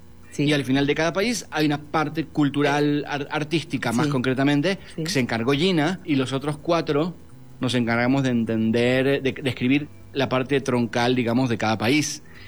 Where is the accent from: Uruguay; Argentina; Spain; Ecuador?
Argentina